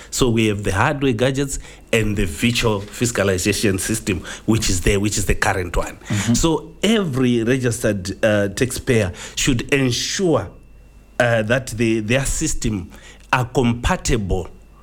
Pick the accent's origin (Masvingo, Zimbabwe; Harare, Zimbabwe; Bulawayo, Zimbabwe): Masvingo, Zimbabwe; I'm excited to be here today to join the team in Zishawane. I'm basically from Masingo.